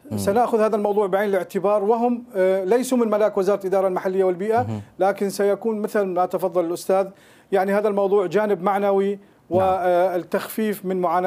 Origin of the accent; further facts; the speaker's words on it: Aleppo, Aleppo Governorate, Syria; moved away; أنا من مدينة حلب، أزور مدينتي كل أسبوع